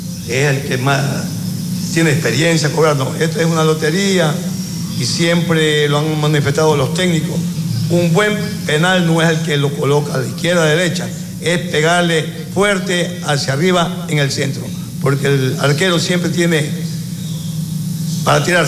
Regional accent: Ventanas, Los Ríos, Ecuador; Yo soy de acá, de Los Ángeles, Ventana, pero mis abuelos fueron de allá, pues, y se vinieron para acá a la provincia de Los Ríos.

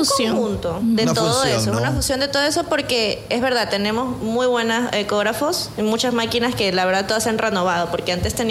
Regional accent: Quevedo, Los Ríos, Ecuador; born there; moved away as an adult; also born or lived in Guayaquil; yo también nací aquí en Quevedo, estoy estudiando en Guayaquil.

